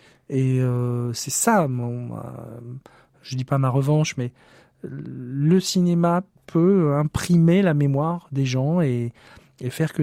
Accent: Hauts-de-France, France; je vous l'ai dit, je viens du Nord-Pas-de-Calais. Et dans nos champs, là-haut, il y a des vestiges de 14-18 partout.

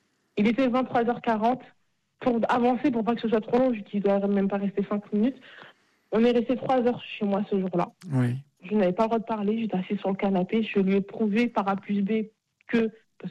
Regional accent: Bagneux, Île-de-France, France; Parce que moi, je viens de Bagneux.

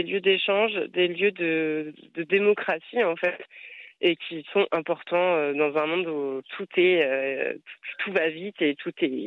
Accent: Brittany, France; Et il se trouve que moi-même, je suis bretonne, je l'exerce dans les Côtes d'Armor, à Fréhel.

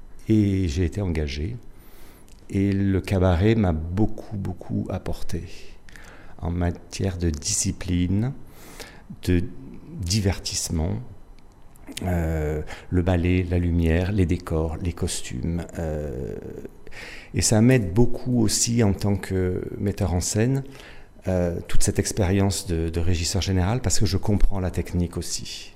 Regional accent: Marseille, Provence-Alpes-Côte d'Azur, France; Alors je suis Marseillais

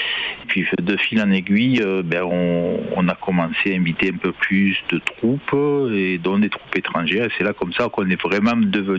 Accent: France; Alors, chez nous, en France, on a des qualités de groupe.

